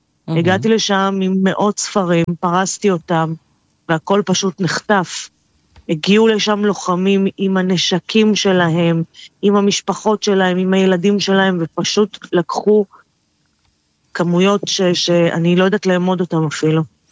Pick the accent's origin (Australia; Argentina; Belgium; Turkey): Belgium; Antwerp, Flanders; Hebrew is a second language; now in Israel; קודם כל, אני הרבה מאוד שנים בארץ. עליתי מבלגיה, מאנטוורפן.